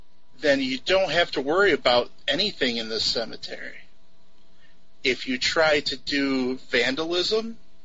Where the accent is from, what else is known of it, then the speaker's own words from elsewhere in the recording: United States; The town I grew up in here on the New York, Pennsylvania border is a very, very active town